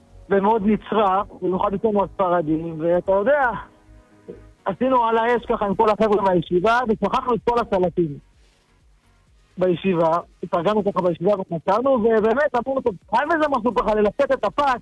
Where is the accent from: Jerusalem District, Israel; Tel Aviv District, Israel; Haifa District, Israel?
Jerusalem District, Israel; Jerusalem